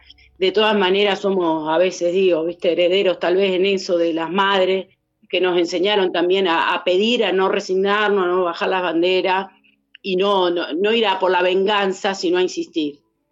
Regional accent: Pergamino, Buenos Aires Province, Argentina; En este caso soy de Pergamino, ¿viste?

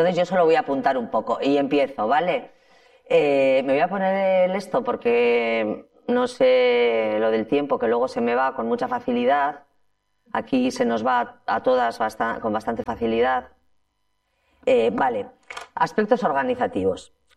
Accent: Ermua, Basque Country, Spain; moved away; como yo que soy de Ermua

